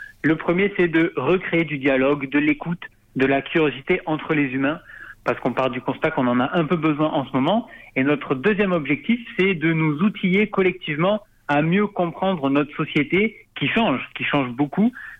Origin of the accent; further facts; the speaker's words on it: Argelès valley, Occitanie, France; moved away as an adult; also born or lived in Paris; Moi, je dois tout à la vallée d'Argelès, j'ai grandi, j'ai fait mon collège, mon lycée, mon école primaire. Maintenant, j'ai de la famille à Lourdes. Je suis venu à Paris pour les études.